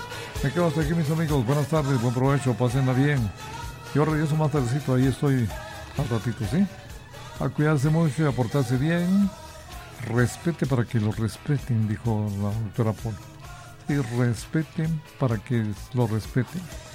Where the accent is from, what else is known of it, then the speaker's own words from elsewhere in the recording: San Marcos, Guatemala; Porque somos, al final de cuentas, marquenses todos, ¿eh? Somos de San Marcos